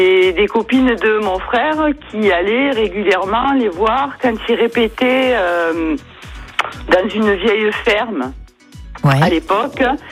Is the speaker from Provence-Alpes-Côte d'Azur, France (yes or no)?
yes; Provence-Alpes-Côte d'Azur, France; born there